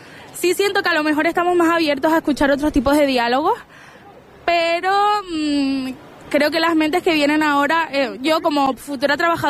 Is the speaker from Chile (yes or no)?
no; Spain; Soy la única española en un piso de Erasmus.